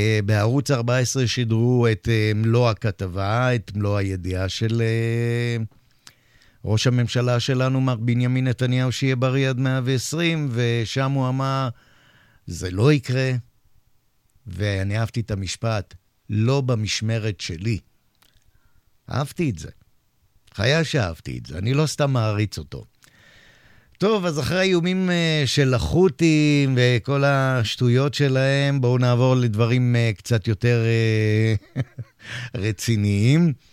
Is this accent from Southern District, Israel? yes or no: no; Holon, Tel Aviv District, Israel; ובת ים זו עיר שאני הייתי בה המון כחולוני.